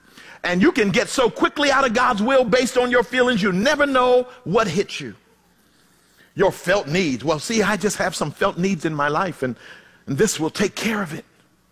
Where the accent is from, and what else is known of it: Philadelphia, Pennsylvania, United States; born or raised there; now in California, United States